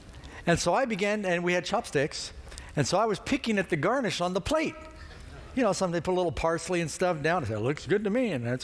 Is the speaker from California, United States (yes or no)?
yes; California, United States; I'm from California. We eat Mexican food.